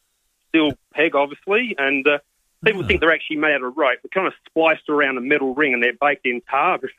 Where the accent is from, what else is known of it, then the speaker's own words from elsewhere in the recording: Broken Hill, New South Wales, Australia; I grew up in Broken Hill, Taylor Walker Country.